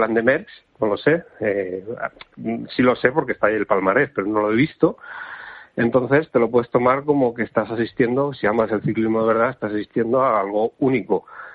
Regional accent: Segovia, Castile and León, Spain

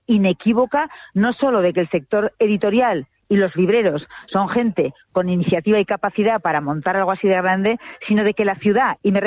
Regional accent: Zaragoza, Aragon, Spain; de mi tierra, por cierto, de Zaragoza

